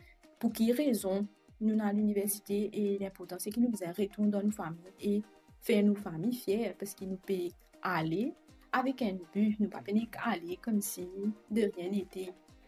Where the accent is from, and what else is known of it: Rodrigues, Mauritius; moved away as an adult; now in Quatre Bornes, Mauritius